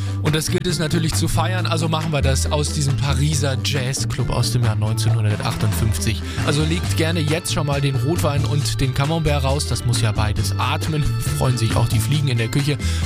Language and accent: German; Rhineland, Germany; born there; weil mir als gebürtiger Rheinländer der Genitiv manchmal nicht so leicht fällt